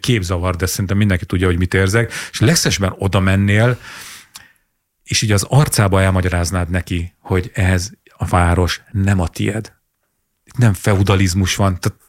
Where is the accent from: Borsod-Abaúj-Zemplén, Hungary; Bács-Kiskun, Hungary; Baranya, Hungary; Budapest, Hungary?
Borsod-Abaúj-Zemplén, Hungary; born or raised there; moved away